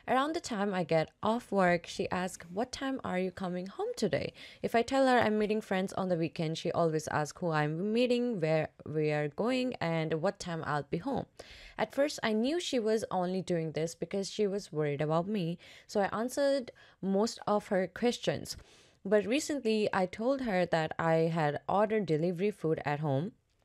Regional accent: India; I'm Indian.

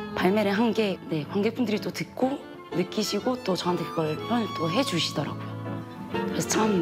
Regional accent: South Korea; now in France; 제가 한국에 와도 저는 한국인이라고 제 정체성을 가지고 살아가지만 한국 분들이 또 저를 보면은 외국에 사는 이제 뮤지션으로 또 대해주시고 프랑스에서는 또 저를 한국인으로 또 대해주세요.

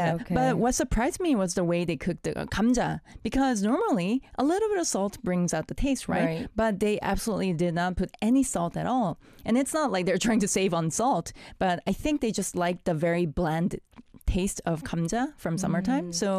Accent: Daejeon, South Korea; because in Daejeon, my hometown, I remember back in my childhood days, my mom would cook it with a little bit of like sweetener or some salt

